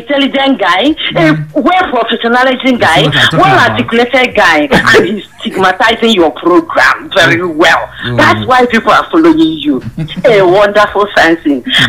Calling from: Anambra, Nigeria; I am calling from Anambra, Huba Road.

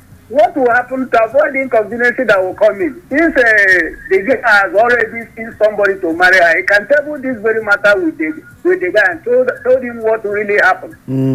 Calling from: Douala, Littoral, Cameroon; from Douala.

